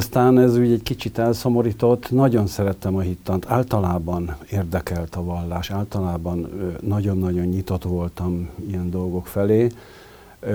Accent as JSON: {"language": "Hungarian", "region": "Budapest", "country": "Hungary", "tie": "born or raised there", "said": "50-ben születtem itt Budapesten, a belvárosba, még a Paulai Ede utca egy számba, ott ahol régen a Sirály étterem volt, ma már azt hiszem, hogy nincs ott az Erzsébet térnél. És egészen 8 éves koromig laktunk"}